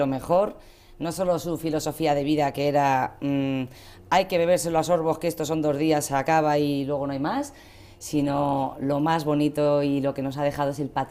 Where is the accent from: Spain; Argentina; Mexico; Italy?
Spain; Madrid, Community of Madrid; born there; En Madrid, en el barrio de Carabanchel.